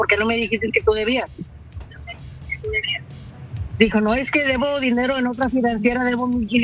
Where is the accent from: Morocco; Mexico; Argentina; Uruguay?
Mexico; Sí, mira, yo soy mexicana.